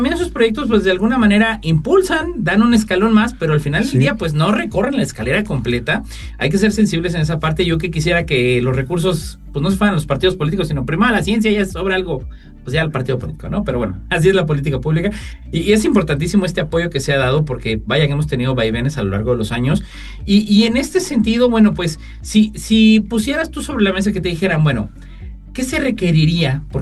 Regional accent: Mexico

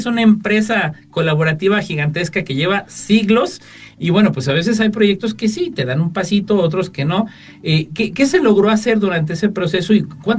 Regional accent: Mexico

